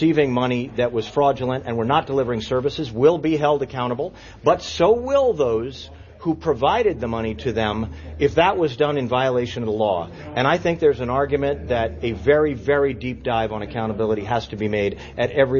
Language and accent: English; Maine, United States; I grew up in Maine. Mercury in our lakes is wrong.